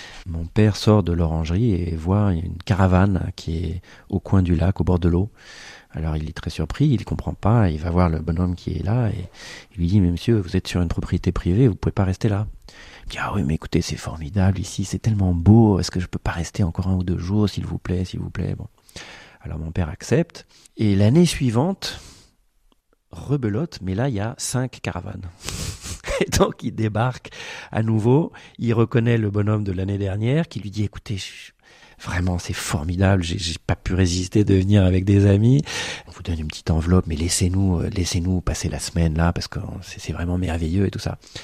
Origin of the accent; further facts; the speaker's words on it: Hombourg-Budange, Grand Est, France; moi, j'ai grandi ici.